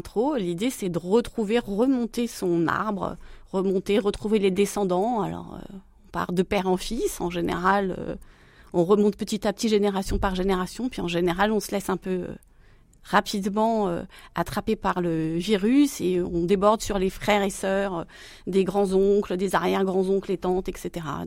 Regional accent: Mayenne, Pays de la Loire, France; je suis originaire de la Mayenne

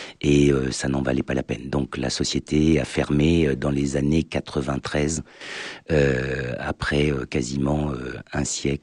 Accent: Saumur, Pays de la Loire, France; Je suis de Saumur et je suis né à Saumur.

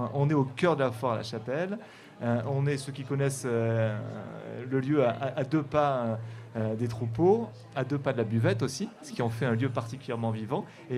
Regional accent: Dévoluy, Provence-Alpes-Côte d'Azur, France; puisque je suis de l'autre côté des montagnes de Faro, je suis originaire du Dévoluy. Et c'est toujours un grand plaisir pour un Dévoluard que de venir dans le Champsaur-Valgaudemar.

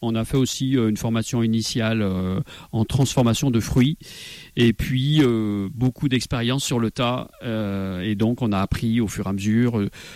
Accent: Saint-Étienne, Auvergne-Rhône-Alpes, France; Je n'étais pas issu d'une famille du monde agricole. Je suis stéphanois.

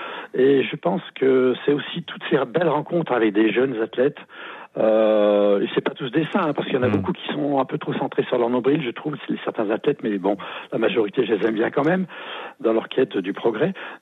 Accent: Auvergne-Rhône-Alpes, France

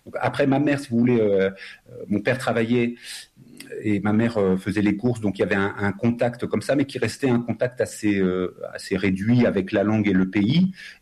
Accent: Fontainebleau, Île-de-France, France; born there; Moi, je suis né à Fontainebleau

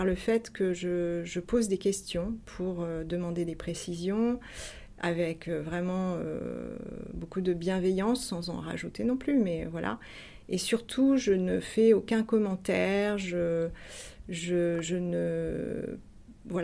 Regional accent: Aix-en-Provence, Provence-Alpes-Côte d'Azur, France; also born or lived in Canada; je ne suis pas restée au Canada, je suis retournée là où j'ai grandi dans ma petite enfance, c'est-à-dire autour d'Aix-en-Provence.

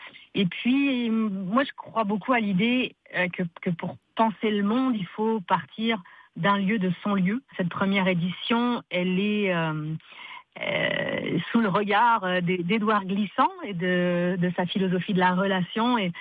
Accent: St. Pierre & Miquelon; là-bas à Saint-Pierre-et-Miquelon, d'où je viens

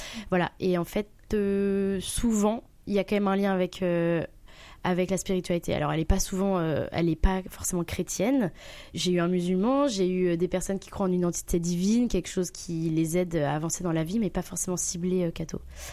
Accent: Lille, Hauts-de-France, France; Je découvre une région qui n'est pas mon climat, étant donné que je viens de Lille.

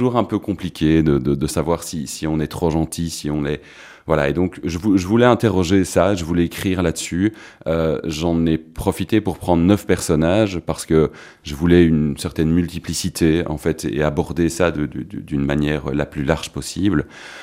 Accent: Belgium; je suis belge, mes inspirations sont belges

